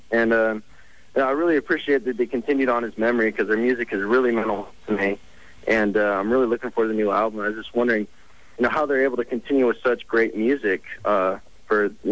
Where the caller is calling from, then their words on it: Dallas, Texas, United States; I'm from Dallas, Texas